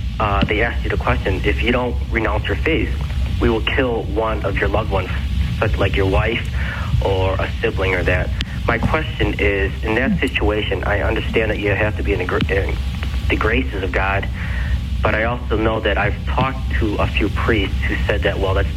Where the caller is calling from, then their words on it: Evergreen Park, Illinois, United States; I'm calling from Evergreen.